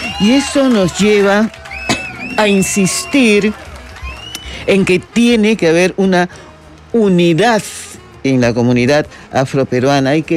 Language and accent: Spanish; Panama; Mi abuelo era negro chivillo, yo soy de Rosarias de Panamá.